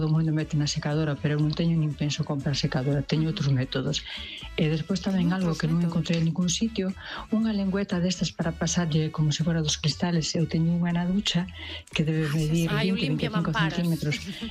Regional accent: Vigo, Galicia, Spain

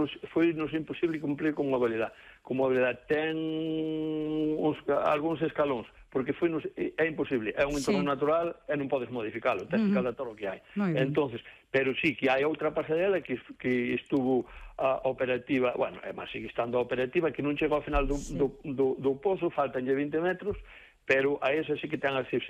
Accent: Ézaro, Galicia, Spain; eu son un alcalde de Numbría, pero son nativo do Ézaro. Eu vivín a miña xuventú ali no Ézaro, eu vivín a miña xuventú ali na desembocadura da cascada.

